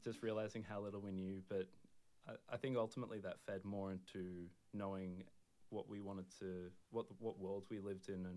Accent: Singapore; also born or lived in Australia; So it was definitely growing up in Singapore as well, just being exposed to all of Southeast Asia and all the culture.

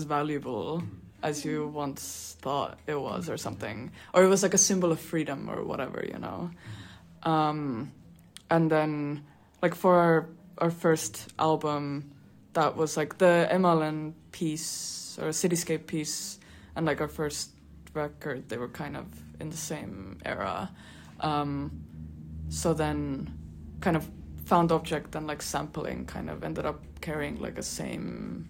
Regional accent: Estonia; moved away; I'm from Estonia

